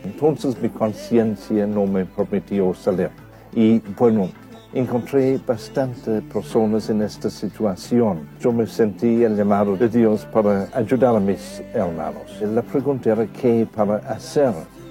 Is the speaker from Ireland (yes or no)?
yes; Ireland; Spanish is a second language; moved away as an adult; now in Argentina; Yo nací en el año 1950 y yo soy de una familia grande de 9 hijos. El ritmo de Irlanda de aquel tiempo fue bastante tranquilo.